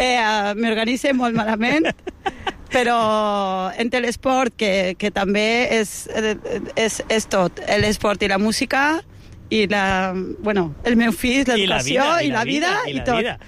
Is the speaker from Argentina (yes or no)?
yes; Argentina; first language Spanish; Catalan is a second language; now in Valencian Community, Spain; el fet de que soc argentina